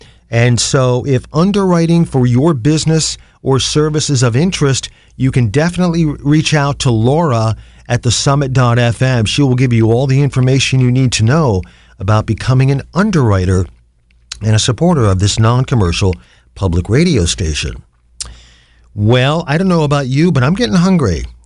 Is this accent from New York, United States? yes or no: no; Canton, Ohio, United States; Non-commercial public radio for Akron and my hometown of Canton.